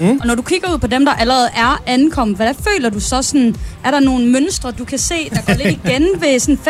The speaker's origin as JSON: {"language": "Danish", "region": "Jutland", "country": "Denmark", "lives_now": "Tårnby, Denmark", "said": "Nu er jeg jo jyde, det kan man måske høre. Og det er jo faktisk der, jeg bor nu. Sådan lige i udkanten af Tårnby."}